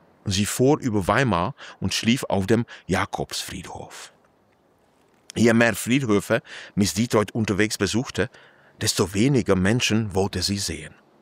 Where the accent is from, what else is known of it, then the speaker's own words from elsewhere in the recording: Bohemia, Czechia; Ich komme ja auch aus Böhmen und Prag ist voll von solchen Geschichten